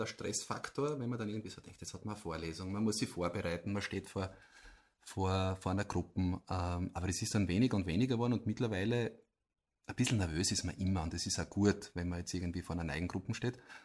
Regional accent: Austria; Aber ich sage dann meistens, ich komme aus Nordslowenien. Und die slowenische Grenze, die österreichisch-slowenische Grenze, die können alle einordnen. Und ich sage, ja, genau, von dort komme ich her. nur halt auf der österreichischen Seite.

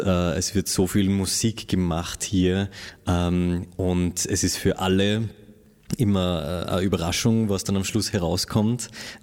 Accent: Upper Austria, Austria; Also ich komme ja aus Oberösterreich

